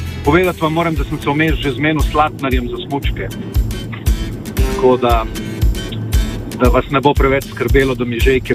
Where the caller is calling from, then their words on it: Koper, Obalno-kraška, Slovenia; seveda tam nisem iz Izole, sem iz Kopra.